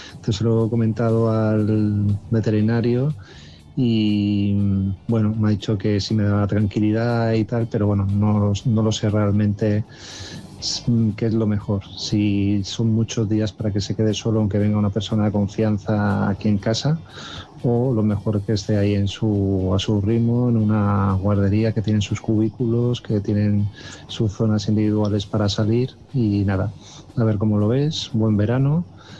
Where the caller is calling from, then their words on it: Palma de Mallorca, Balearic Islands, Spain; Hola Carlos … de Palma de Mallorca.